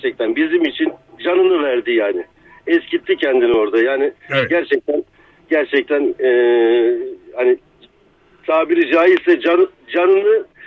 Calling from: Istanbul, Turkey; İstanbul'dan.

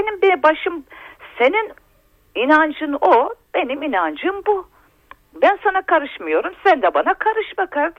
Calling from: Trabzon, Turkey; Ben Trabzon'dan.

